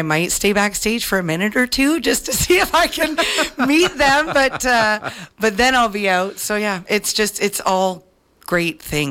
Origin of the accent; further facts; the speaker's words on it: Milverton, Ontario, Canada; moved away as an adult; also born or lived in Stratford; now in Harrington, Canada; I'm from Milverton. My husband and I lived in Stratford for a little while, moved out to Harrington, but Milverton is my home.